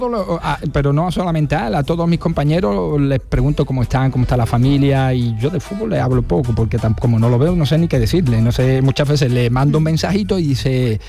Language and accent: Spanish; Andalusia, Spain; como buen andaluz con mucho arte, me tocó hablar a mí